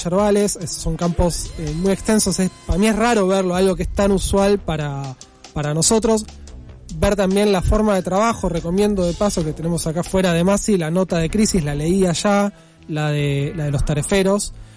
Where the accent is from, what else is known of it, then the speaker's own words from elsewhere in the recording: Buenos Aires, Argentina; sos básicamente un porteño perdido en la selva.